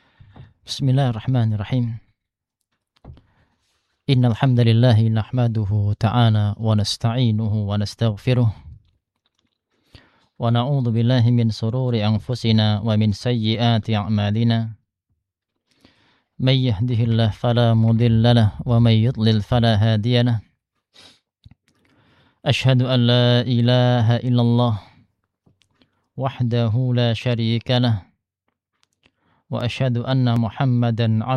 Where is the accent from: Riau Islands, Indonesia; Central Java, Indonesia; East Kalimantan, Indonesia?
Central Java, Indonesia; Sragen; also born or lived in Jember; now in Kuantan Singingi, Indonesia; Kalau ana asalnya dari Sragen.